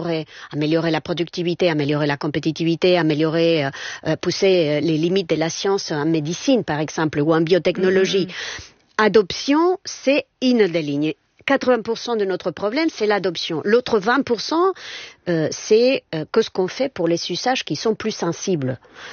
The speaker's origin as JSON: {"language": "French", "country": "Spain", "second_language": "French", "said": "y inclus ici en France, y inclus chez moi en Espagne."}